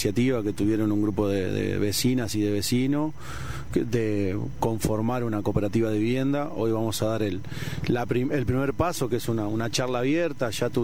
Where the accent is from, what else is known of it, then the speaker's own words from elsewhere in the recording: Uruguay; tanto uruguayos como uruguayas